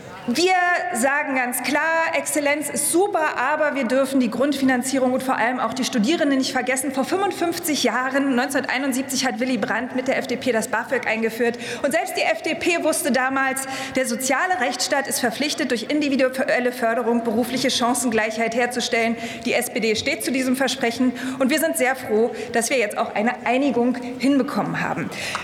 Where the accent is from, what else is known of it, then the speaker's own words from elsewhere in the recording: East Germany, Germany; Als Ostdeutsche